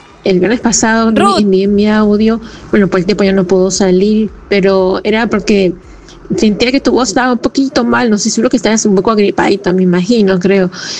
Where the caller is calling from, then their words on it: Ventanilla, Callao, Peru; de Ventanilla.